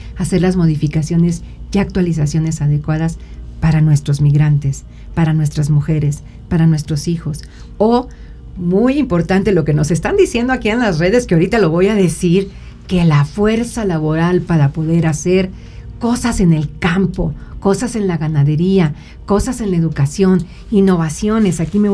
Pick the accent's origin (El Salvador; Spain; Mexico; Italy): Mexico; para fortalecernos como mexicanos